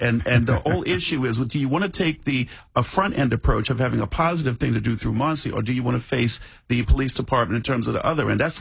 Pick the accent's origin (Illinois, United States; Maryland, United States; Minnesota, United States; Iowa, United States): Maryland, United States; Baltimore; I grew up in Baltimore. It's never part of my culture.